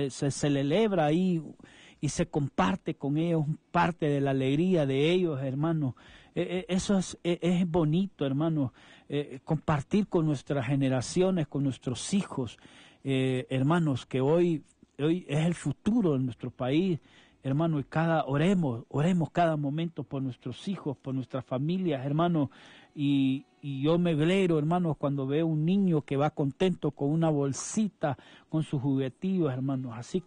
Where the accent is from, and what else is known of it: Honduras